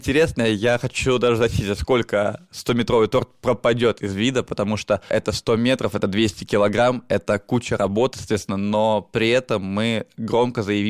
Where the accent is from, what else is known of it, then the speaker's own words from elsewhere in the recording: Sebezh, Pskov Oblast, Russia; Я говорю, я Себеж, соответственно, да.